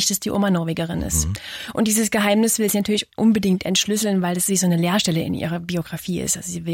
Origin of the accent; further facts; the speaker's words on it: Dresden, Saxony, Germany; ich bin ja Dresdnerin